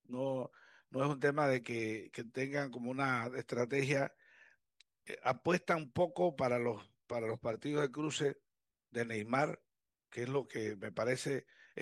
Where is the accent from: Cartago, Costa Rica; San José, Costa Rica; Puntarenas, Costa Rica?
San José, Costa Rica; allá a mi pueblo donde yo estaba en Paso Ancho